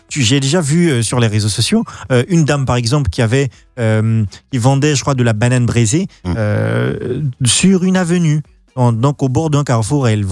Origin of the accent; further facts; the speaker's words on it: Côte d’Ivoire; en tant qu'Ivoirien sensibilisé, en tant qu'Ivoirien émergent